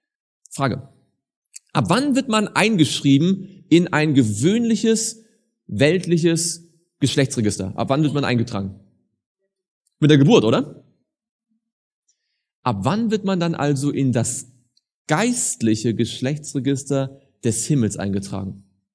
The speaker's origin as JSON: {"language": "German", "town": "Rostock", "region": "Mecklenburg-Vorpommern", "country": "Germany", "tie": "born there", "said": "Also ich bin in Rostock geboren."}